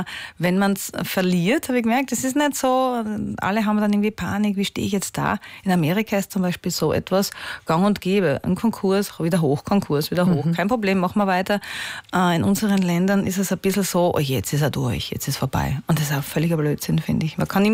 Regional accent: Austria; Das wusste ich damals als Österreicherin auch nicht.

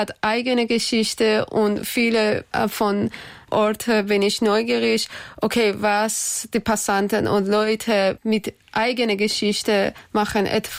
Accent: Iran; German is a second language; now in Hannover, Germany; meiner eigenen Erfahrung als Iranerin, sie in einem diktatorischen Land war

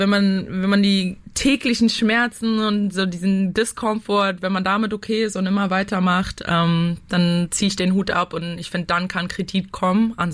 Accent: Berlin, Germany; muss meine Heimat zurücklassen. Ich meine, ich vermisse Berlin so sehr.

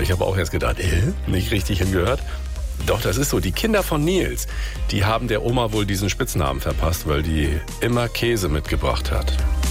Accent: Grimma, Saxony, Germany; Das sind zwei Experten aus meiner Heimatstadt Grimm.

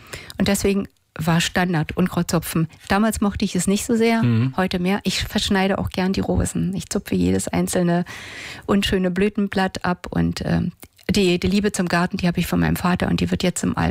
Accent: Lusatia, Germany; die Lausitz wird immer schöner. Und das ist ja meine alte Heimat. Die Wurzeln sind sehr tief.

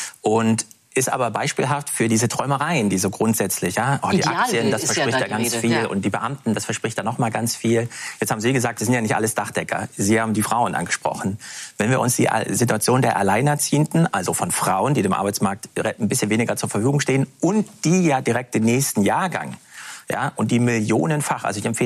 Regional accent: Sardinia, Italy; ich komme aus Sardinien

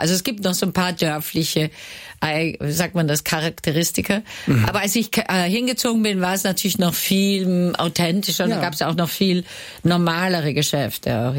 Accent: Vienna, Austria

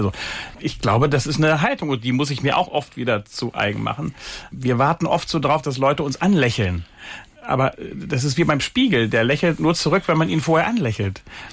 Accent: Germany; Ich bin ja auch Deutscher

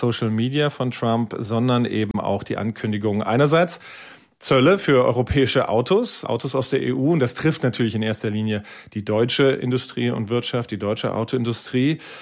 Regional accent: Wiesbaden, Hesse, Germany; born or raised there

